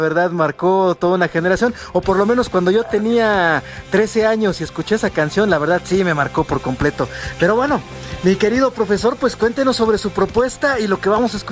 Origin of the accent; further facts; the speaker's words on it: central Mexico, Mexico; de aquí, de los que somos del centro